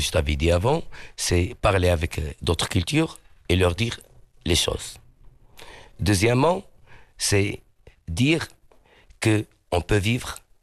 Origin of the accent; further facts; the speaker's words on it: Agadir, Souss-Massa, Morocco; Moi, je suis venu d'Agadir.